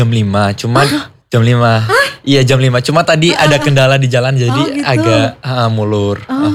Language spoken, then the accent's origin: Indonesian; Cilacap, Central Java, Indonesia; Kebetulan aku dari Cilacap Barat.